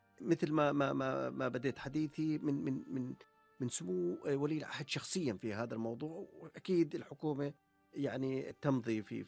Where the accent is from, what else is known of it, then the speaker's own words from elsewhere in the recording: Jordan; now in Kuwait; الإنسان عندنا بالأردن